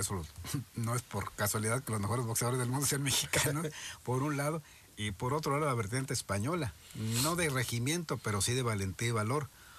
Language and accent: Spanish; Mexico; yo siempre digo que de los mejores soldados del mundo somos los mexicanos, maestro.